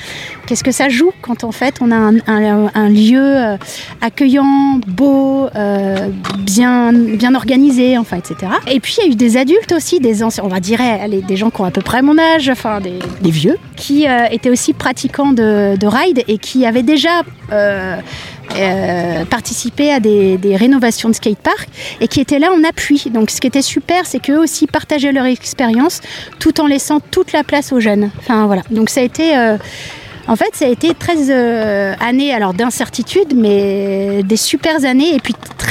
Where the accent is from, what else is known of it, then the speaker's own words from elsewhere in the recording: Paris, Île-de-France, France; also born or lived in Nantes / Grenoble / Lyon; Moi je suis née à Nantes, j'ai passé mon adolescence après à Paris, en région parisienne, puis à Grenoble, Lyon